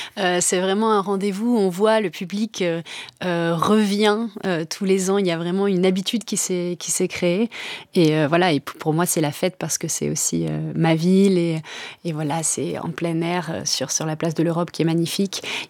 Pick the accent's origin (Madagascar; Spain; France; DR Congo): France